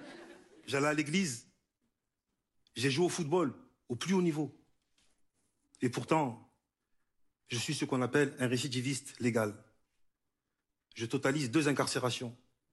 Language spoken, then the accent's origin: French; Marseille, Provence-Alpes-Côte d'Azur, France; born there; Je suis né à Marseille. Et comme beaucoup d'autres qui ont grandi dans un quartier, je me suis construit sur la base d'un mensonge.